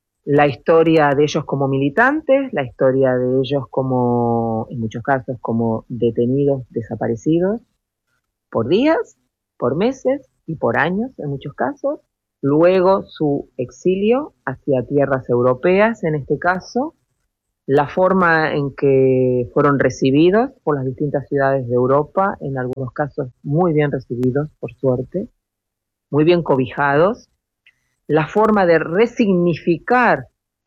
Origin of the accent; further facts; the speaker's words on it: Argentina; soy argentina.